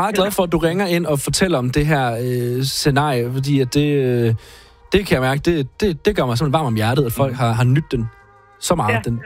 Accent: Herning, Central Denmark Region, Denmark; Jeg er fra Herning.

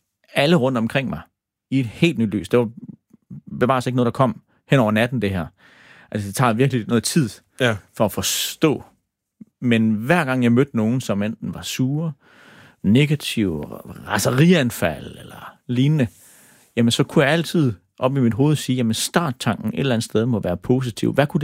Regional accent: Sønderborg, Region of Southern Denmark, Denmark; jeg er vokset op i Sønderborg. Helt normal middelklasse hjem.

